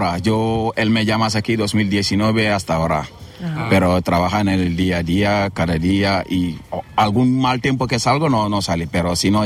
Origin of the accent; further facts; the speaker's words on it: Senegal; Spanish is a second language; now in Gandia, Spain; yo soy de Senegal